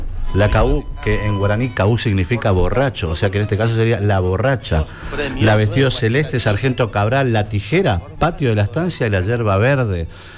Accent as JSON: {"language": "Spanish", "region": "Corrientes", "country": "Argentina", "tie": "born there", "moved": "yes", "lives_now": "Córdoba, Argentina", "said": "Yo nací en Corrientes Capital, que está sobre el Paraná."}